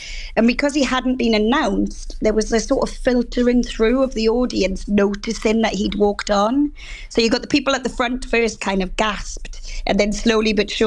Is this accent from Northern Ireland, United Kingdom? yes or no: no; Wales, United Kingdom; moved away as an adult; now in North East England; Sort of growing up in South Wales